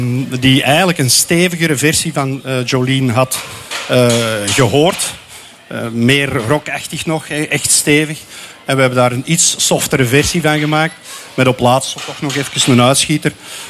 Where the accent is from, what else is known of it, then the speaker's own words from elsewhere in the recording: Oud-Turnhout, Flanders, Belgium; Ik ben zelf wel uit het Oud-Turnhoutse, maar de rest van de band is toch Nijlen, Heist, Lier.